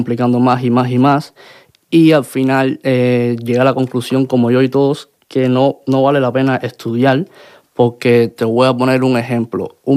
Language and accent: Spanish; Cienfuegos, Cuba; moved away as an adult; now in Spain; Yo soy de Cienfuegos.